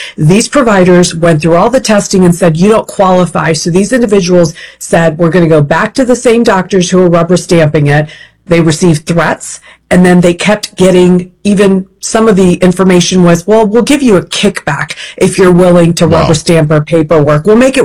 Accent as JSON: {"language": "English", "region": "Ohio", "country": "United States", "said": "I'm a taxpayer first, I'm an American first, and I'm an Ohioan first."}